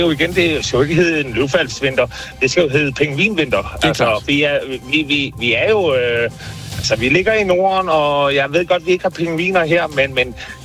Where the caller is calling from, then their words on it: Faaborg, Region of Southern Denmark, Denmark; Jeg er fra Fyn, fra Faaborg.